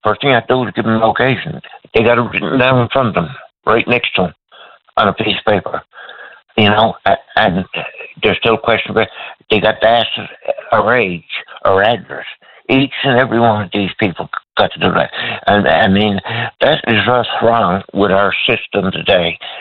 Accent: Newfoundland and Labrador, Canada; I would have got help a lot quicker than I actually got as a Newfoundlander. What are we, you know, as a Canadian?

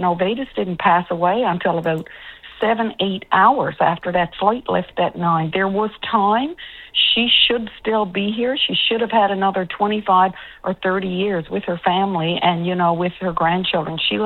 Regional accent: Charlottetown, Newfoundland and Labrador, Canada; my hometown of Charlottetown, and her family lives just one house behind me here in Charlottetown

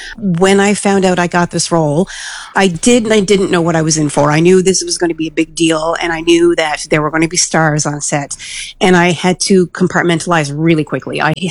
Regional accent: Newfoundland and Labrador, Canada; accent: Newfoundland; the Newfoundland dialect and where I was from and where my accent's from

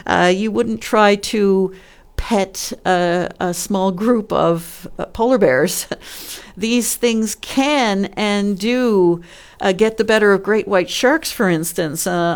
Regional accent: Newfoundland and Labrador, Canada; me being a Newfoundlander, and I think a lot of Newfoundlanders say, well, there's not much to do there.

